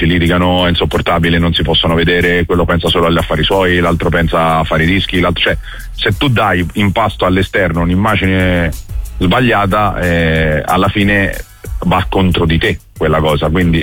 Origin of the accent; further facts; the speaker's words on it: Florence, Tuscany, Italy; noi come fiorentini tutti